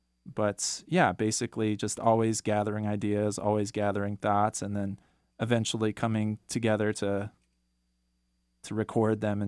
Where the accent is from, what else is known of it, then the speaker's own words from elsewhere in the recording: Minneapolis, Minnesota, United States; now in Sacramento, United States; And I'm from Minneapolis.